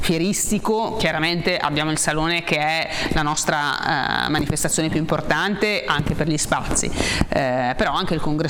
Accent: Genoa, Liguria, Italy; da genovesi poi potremmo anche dire non li vogliamo, sono foresti

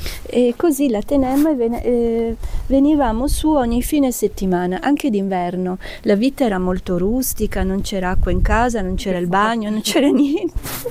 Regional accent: Chiavari, Liguria, Italy; also born or lived in Province of Pavia; Io sono nata in provincia di Pavia, dove è nata la mia famiglia. Però poi ho sempre vissuto a Chiavari

